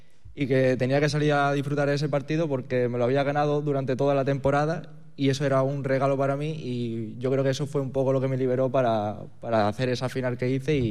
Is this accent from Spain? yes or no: yes; Málaga, Andalusia, Spain; now in Benalmádena, Spain; Del barrio de la Luz, que está ahí al lado.